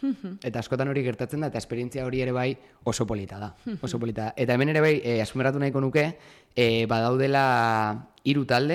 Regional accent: Irun, Basque Country, Spain; baina Irundarra naiz, orain dela 10 urte

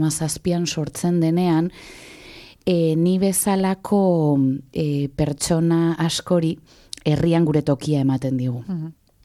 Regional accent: Hondarribia, Basque Country, Spain; Eta ni banaiz Hondarribian jaio eta hazi den, baina inoiz Hondarribiartasun puru hori etzeukan pertsona horietako bat

